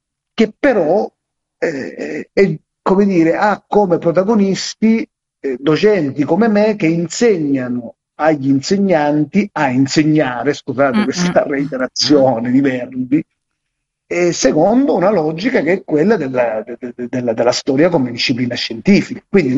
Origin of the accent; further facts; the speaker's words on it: Sicily, Italy; io sono siciliano